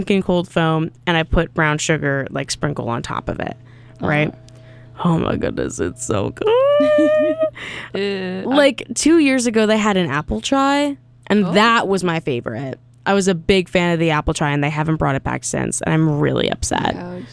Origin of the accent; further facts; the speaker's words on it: New Jersey, United States; Well, I'm from New Jersey.